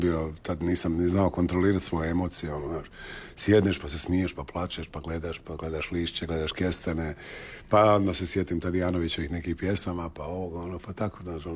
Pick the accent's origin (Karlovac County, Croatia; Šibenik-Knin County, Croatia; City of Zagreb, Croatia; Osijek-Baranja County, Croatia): City of Zagreb, Croatia; Zagreb; I ne volim to kad rade u mom rodnom gradu ljudima koji su došli od nekud